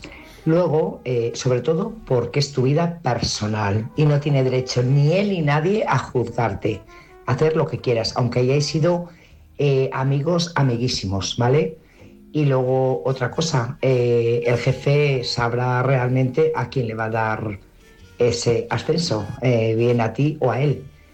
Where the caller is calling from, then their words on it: Burgos, Castile and León, Spain; corresponsal de Burgos.